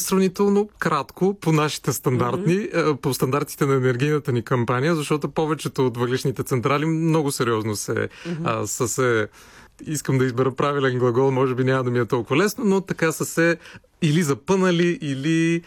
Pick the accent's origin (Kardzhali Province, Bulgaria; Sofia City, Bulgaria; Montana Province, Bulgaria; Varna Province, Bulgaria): Varna Province, Bulgaria; Varna; във Варна, в моя роден град